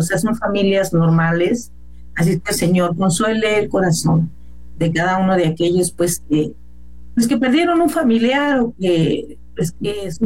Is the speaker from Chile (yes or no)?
no; Los Mochis, Sinaloa, Mexico; moved away; el lugar donde yo nací y donde yo pasé pues niñez y mi adolescencia. Así es que bendecimos a los mochis